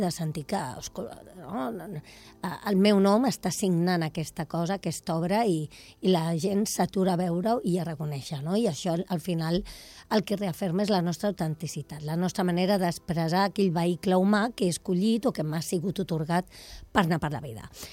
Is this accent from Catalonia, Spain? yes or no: yes; Mataró, Catalonia, Spain; que jo soc de Mataró, ja ho saps.